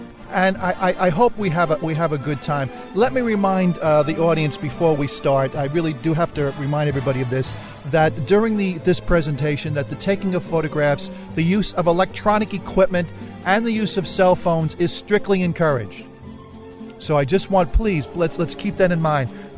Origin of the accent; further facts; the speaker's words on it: New Jersey, United States; I'm from New Jersey.